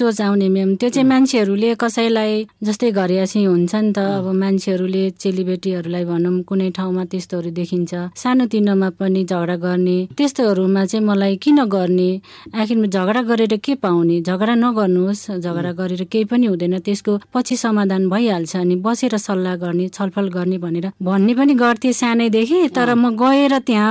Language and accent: Nepali; Tumlingtar, Koshi Province, Nepal; now in Bungamati, Lalitpur, Nepal; मेरो जन्मथलो शङ्खसभा, शङ्खसभा तुमलिङटार